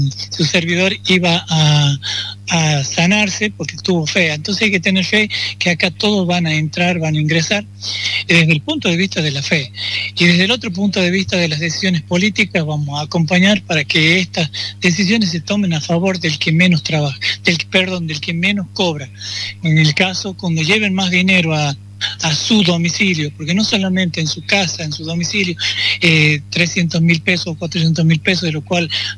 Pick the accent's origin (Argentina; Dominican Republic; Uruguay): Argentina; La Rioja; como riojano que soy, porque soy riojano